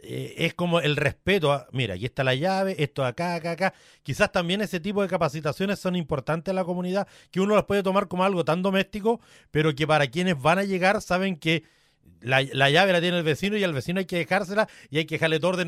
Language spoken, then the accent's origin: Spanish; Araucanía, Chile; el sur se estilaba mucho para el lado de Curacautín, Villarrica, para toda la zona de la Araucanía, de donde soy oriundo